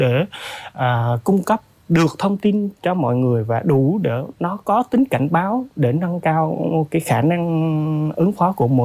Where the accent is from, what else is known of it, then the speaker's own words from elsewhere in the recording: Hòa Thịnh, Đắk Lắk, Vietnam; như nhiều bà con ở vùng lũ Hòa Thịnh, phía đông Đắk Lắk quê tôi